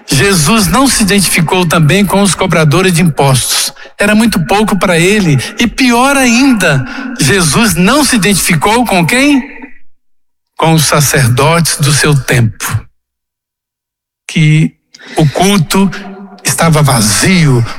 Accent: Southeast, Brazil; now in Ituporanga, Brazil; Mas eu que sou do Sudeste

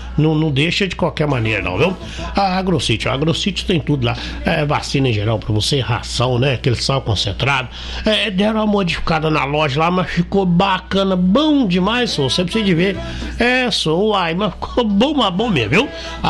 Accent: Minas Gerais, Brazil; É Minas Gerais, né, cara? Nós somos mineiros, uai. Nós falamos é trem, aquele negócio.

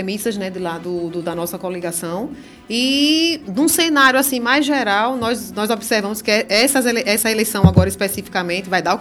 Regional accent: Itabaiana, Sergipe, Brazil; also born or lived in Aracaju; Sou de Aracaju, mas fui criada lá em Itabaiana, aqui pertinho.

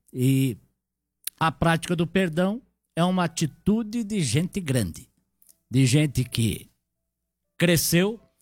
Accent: Brazil; para nós, brasileiros

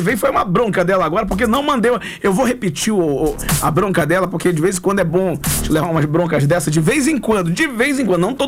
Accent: Santana, Amapá, Brazil; Que eu nasci em Santana, me cresci ali, Provedor 2. Ali na Travessa 22

